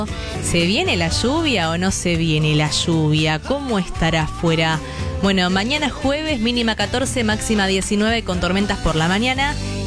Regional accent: Argentina

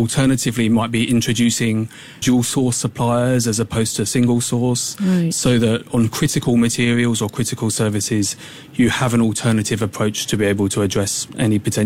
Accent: England, United Kingdom; accent: English

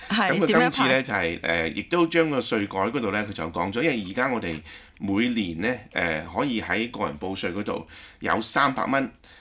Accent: Australia; 咁所以呢個就作為澳洲人可能都係有啲自豪啩。

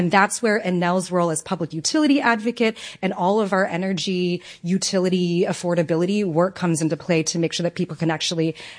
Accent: New York City, New York, United States

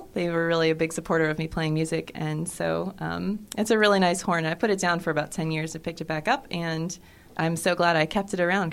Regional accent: Jensen Beach, Florida, United States; now in Pittsburgh, United States; I grew up in Florida, and I moved here in 97, and I just stayed in Pittsburgh.

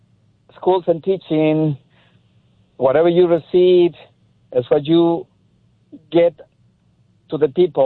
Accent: Mexico; English is a second language; I come from Mexico, and getting a pencil, I took care of it until I was almost done with it.

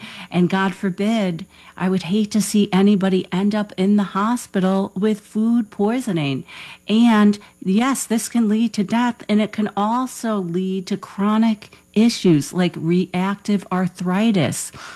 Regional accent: Ireland; And of course, I'm the Irish dietitian, so we don't count alcohol calories.

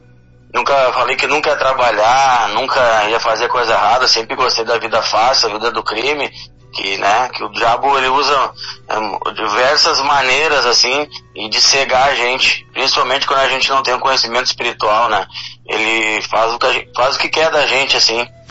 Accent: Rio Grande do Sul, Brazil; Sim, uh-huh. Eu sou do Rio Grande do Sul, uh-huh.

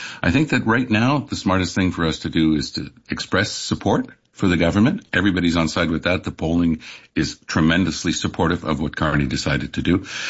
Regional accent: Quebec, Canada; I get it. I come from Quebec. I know that politicians here behave badly sometimes to get stuff on side, and it's very different from the rest of Canada.

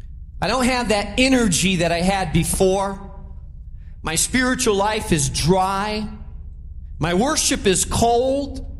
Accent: Chicago, Illinois, United States; I mean, we're from Chicago, so we've all experienced, in the middle of a bad, bad winter, how your car gets stuck in an alley or in a parking space.

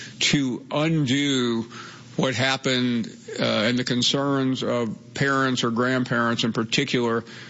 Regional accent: Memphis, Tennessee, United States; born or raised there

